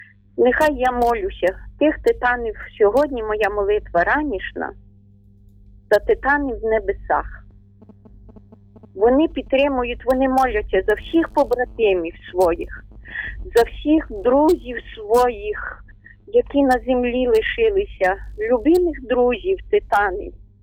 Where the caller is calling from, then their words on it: Ternopil, Ternopil Oblast, Ukraine; Я з Тернополя … Тернопільщина